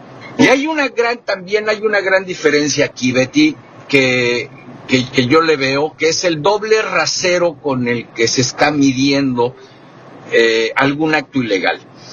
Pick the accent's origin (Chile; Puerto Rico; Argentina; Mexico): Mexico